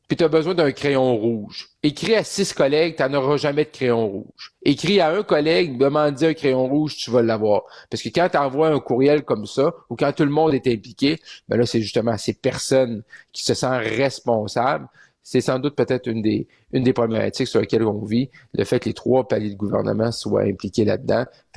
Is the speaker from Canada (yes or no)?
yes; Roberval, Quebec, Canada; je suis né à Roberval, sur le bord du lac Saint-Jean